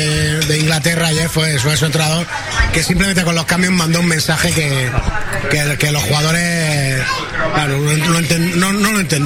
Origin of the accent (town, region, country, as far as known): Spain